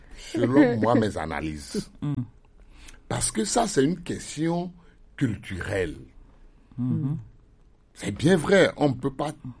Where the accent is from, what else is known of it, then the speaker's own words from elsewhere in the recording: Togo; je suis togolais